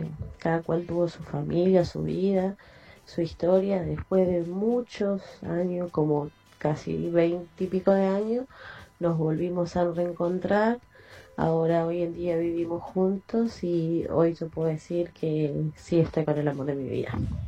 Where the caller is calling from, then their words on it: La Plata, Buenos Aires Province, Argentina; de La Plata